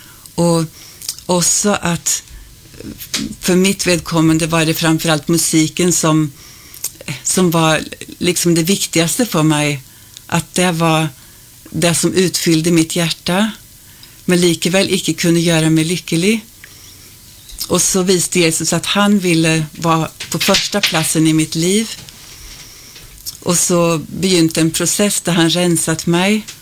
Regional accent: Sweden; Ja, jag kommer från Sverige och jag är född och uppvuxen i en kristen familj

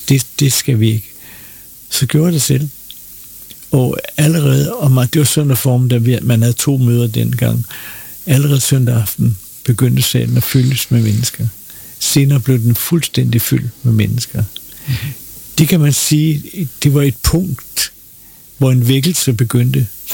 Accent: Copenhagen, Capital Region of Denmark, Denmark

